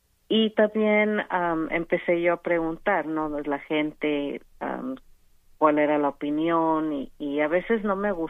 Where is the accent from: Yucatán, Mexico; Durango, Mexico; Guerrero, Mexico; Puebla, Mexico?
Guerrero, Mexico; Iguala; moved away; yo soy de Iguala. Uh-huh. Y ahí es donde desaparecieron, donde fueron desaparecidos los estudiantes. Fue en Iguala, como a 10 minutos de donde yo nací, de la casa donde yo nací.